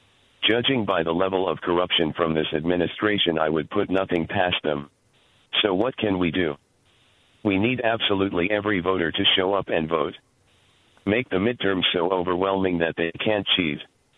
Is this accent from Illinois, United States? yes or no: no; Vermont, United States; I am from Vermont. I am a longtime listener and I donate to Free Speech TV.